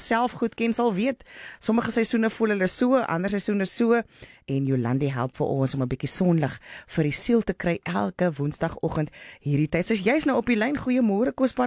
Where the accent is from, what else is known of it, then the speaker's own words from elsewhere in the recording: Western Cape, South Africa; now in Pretoria, South Africa; ek kom van die Kaap af, nê, en daai gereën waarmee ek groot geword het, is nie vir my nie.